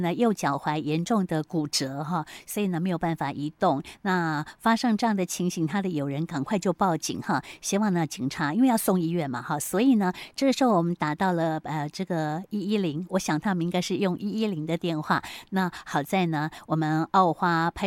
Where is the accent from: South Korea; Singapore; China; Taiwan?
Taiwan; 我们台湾人